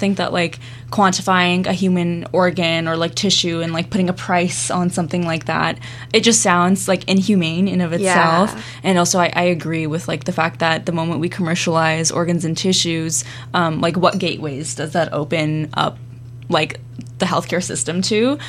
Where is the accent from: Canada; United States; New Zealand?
Canada; I'm Pakistani Canadian